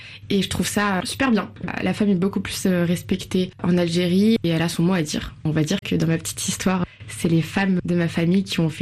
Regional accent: France; J'ai grandi avec une culture algérienne à la maison avec mes grands-parents et puis à l'école plutôt française et dans l'éducation. Je me suis toujours bien sentie en tant que française et algérienne et notamment franco-algérienne.

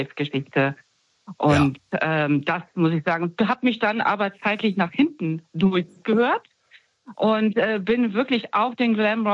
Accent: Stuttgart, Baden-Württemberg, Germany; Ich bin aufgewachsen in Stuttgart.

